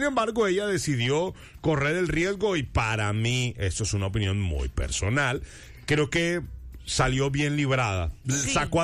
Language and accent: Spanish; Barranquilla, Atlántico, Colombia; la jerga, el dialecto de nosotros, los barranquilleros